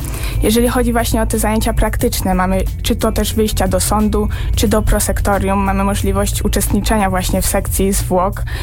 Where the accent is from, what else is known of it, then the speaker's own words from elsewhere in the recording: Subcarpathian Voivodeship, Poland; osoby zamieszkałe na województwie głównie podkarpackim, ponieważ jestem stąd